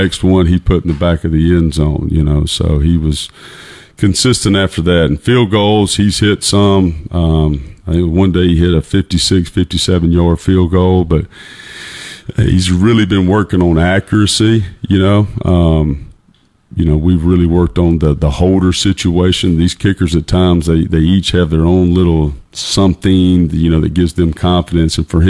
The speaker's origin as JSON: {"language": "English", "town": "Escatawpa", "region": "Mississippi", "country": "United States", "tie": "born or raised there", "said": "I grew up in Escatawa, Mississippi. It's north of Moss Point, a little bit there."}